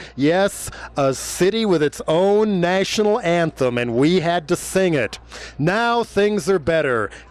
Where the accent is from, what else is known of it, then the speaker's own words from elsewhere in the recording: Boulder, Colorado, United States; And when I was growing up in Boulder, we did not have Radio 1190 KVCU.